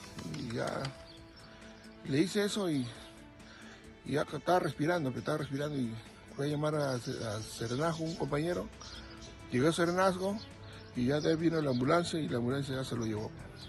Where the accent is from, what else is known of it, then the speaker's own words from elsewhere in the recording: Sama, Tacna, Peru; Soy de Sama